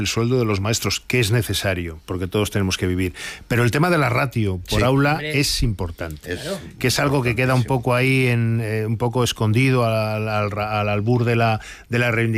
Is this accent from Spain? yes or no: yes; Spain; nosotros como españoles, con el sentido trágico de la vida que tenemos